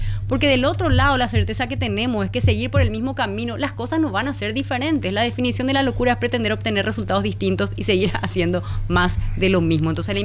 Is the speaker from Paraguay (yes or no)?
yes; Asunción, Paraguay; qué relajados que somos los asuncenos